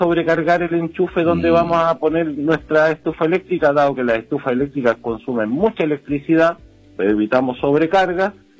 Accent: Chile; Nosotros, como buenos chilenos, me sumo

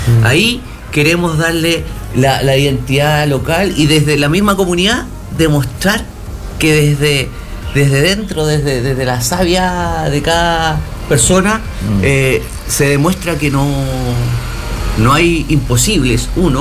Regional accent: Valparaíso, Chile; born there; yo soy un voluntario social de Valparaíso hace muchos años. Soy porteño de nacimiento.

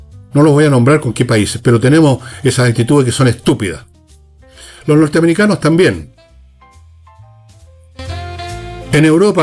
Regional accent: Chile

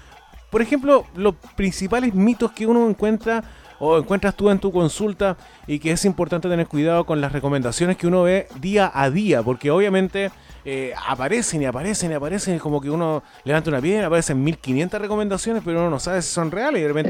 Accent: Talca, Maule, Chile; moved away; yo soy oriundo de la séptima región de Talca, y en la casa donde viví mi juventud, ahí está lleno de naranjos.

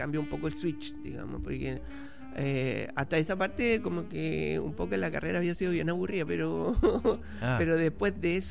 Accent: Chile; moved away as an adult; also born or lived in Washington, United States

